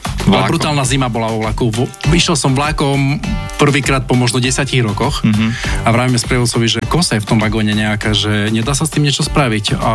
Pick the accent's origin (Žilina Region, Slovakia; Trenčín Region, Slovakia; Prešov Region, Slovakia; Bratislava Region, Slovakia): Prešov Region, Slovakia; Bardejov; lebo my sme až z Bardejova.